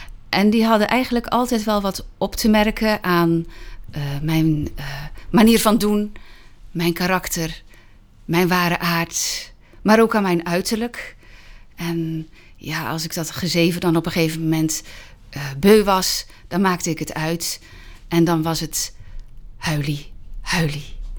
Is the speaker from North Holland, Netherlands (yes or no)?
yes; Amsterdam, North Holland, Netherlands; Ik kom uit Amsterdam.